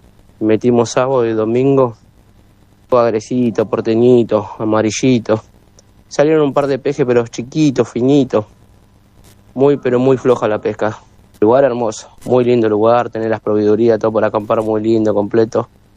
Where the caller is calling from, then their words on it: Gregorio de Laferrere, Buenos Aires Province, Argentina; Nosotros somos de acá, de Gregorio de las Ferreres.